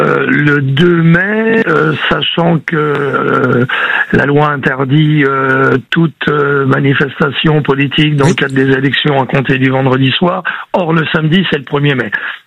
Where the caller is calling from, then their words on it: Paris, Île-de-France, France; Oui, je suis à Paris.